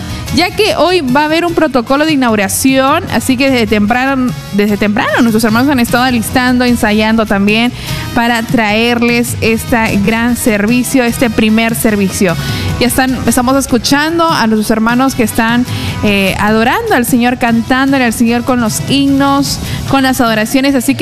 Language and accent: Spanish; Peru; como buenos peruanos, como buenos trapotinos, vamos a darle rebaja, ¿no?